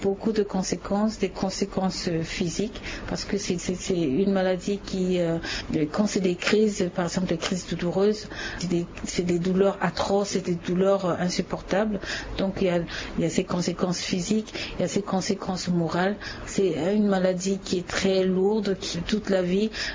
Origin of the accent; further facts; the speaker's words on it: Central African Republic; la drépanocytose, en fait, chez nous, en Centrafrique, ça ne se guérit pas.